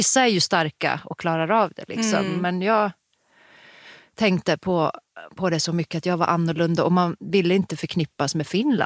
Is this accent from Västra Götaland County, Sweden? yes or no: no; Haparanda, Norrbotten County, Sweden; Alltså det har ju alltid varit liksom också, vars kommer du ifrån? Haparanda.